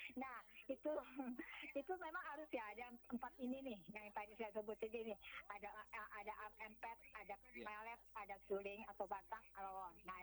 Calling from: Bandung, West Java, Indonesia; Selamat siang, saya dari Bandung.

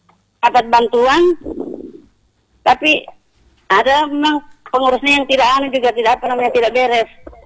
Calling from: Tambun, West Java, Indonesia; Saya dari Tambun ini.

